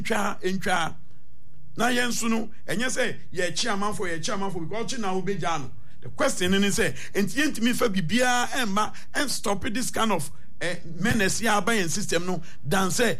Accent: Ghana; Matisse Mu discussed here as a Ghanaian

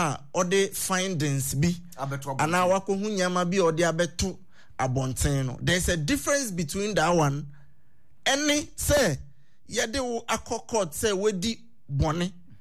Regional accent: Ghana; It is one of the reports I work in Kenya or Ebeho as a Ghanaian.

